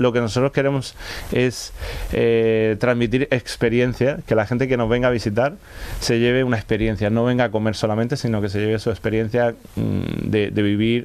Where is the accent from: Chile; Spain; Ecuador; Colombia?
Spain; soy español, pero yo creo que tengo el corazón latino